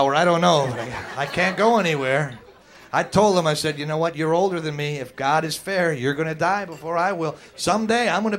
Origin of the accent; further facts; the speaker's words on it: Wisconsin, United States; where I grew up in Wisconsin, we had the worst school lunches in America. Out of all 50 states, we were number 50.